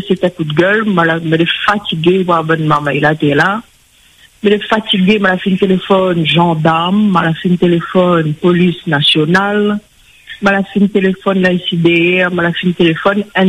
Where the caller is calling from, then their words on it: Saint-Pierre, Réunion; Oui, je suis de Saint-Pierre, centre-ville.